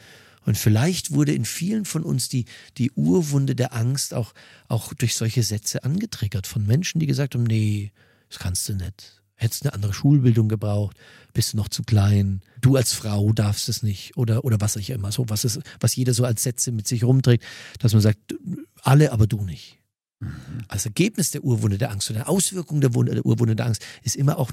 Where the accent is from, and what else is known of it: Mühldorf am Inn, Bavaria, Germany